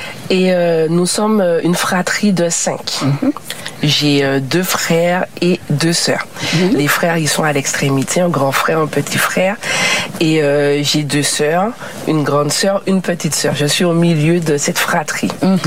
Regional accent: Martinique; Voilà, les deux sont de la Dominique. Donc, on a grandi, on est né en Martinique, on a grandi en Martinique, mais dans le foyer, c'est un foyer anglophone.

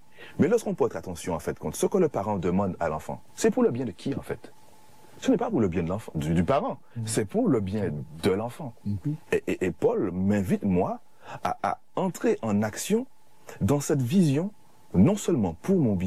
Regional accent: Martinique; une expression que nous avons chez nous en Martinique

